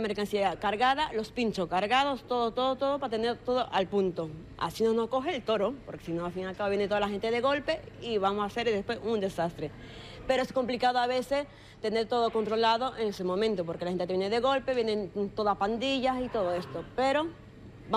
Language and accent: Spanish; Ecuador; now in Spain; Yo soy de Ecuador, sí. Y espero que pase España, ya que llevo aquí 23 años en España.